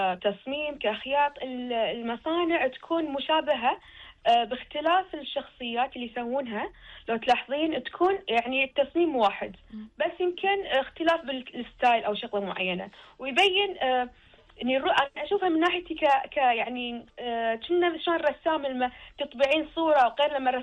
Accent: Kuwait; إن أنا من الكويت الوحيدة من الكويت

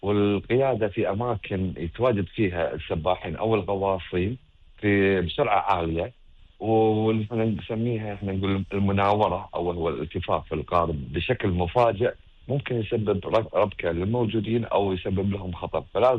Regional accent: Kuwait; احنا نحب البحر ككويتيين.

